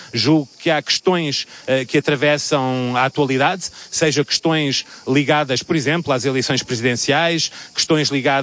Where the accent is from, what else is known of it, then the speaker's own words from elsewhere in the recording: Portugal; now in Avignon, France; desse país irmão do meu país natal, Portugal